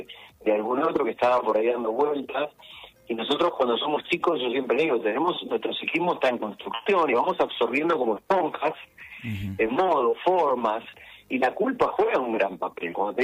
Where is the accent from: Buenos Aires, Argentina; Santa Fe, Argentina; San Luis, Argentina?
Buenos Aires, Argentina; No soy la persona de Buenos Aires típica que por ahí no sale, ¿viste?